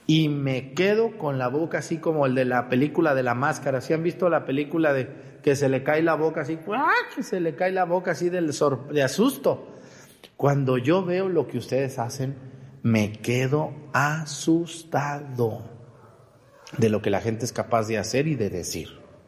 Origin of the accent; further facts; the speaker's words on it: Mexticacán, Jalisco, Mexico; moved away; Yo cuando voy allá a mi pueblo en Mexicacán al panteón